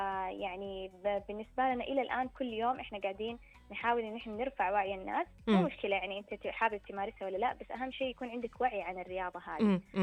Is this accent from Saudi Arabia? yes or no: yes; Saudi Arabia; لقيمنا كعرب كسعوديين